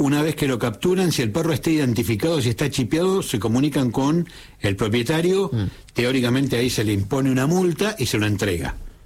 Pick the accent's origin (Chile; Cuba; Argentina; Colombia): Argentina; Río Grande, Tierra del Fuego; Yo recuerdo cuando era chico, vivíamos en Río Grande